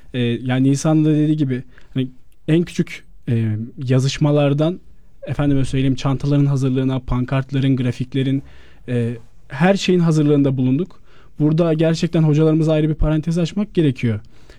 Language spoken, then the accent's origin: Turkish; Sivas, Turkey; Radyo, televizyon, sinema 1. sınıf öğrencisiyim. 24 yaşındayım. Elhamdülillah Sivaslıyım.